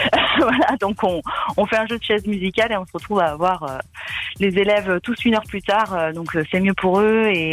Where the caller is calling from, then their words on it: France; Ça paraît monial, pas loin de là d'où je viens.